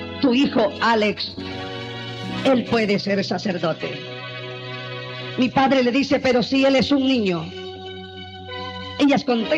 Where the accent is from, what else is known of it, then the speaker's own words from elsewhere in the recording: El Salvador; No soy extranjero. Soy de acá, de El Salvador. Nací el 14 de febrero de 1956. Tengo 39 años de edad cumplidos.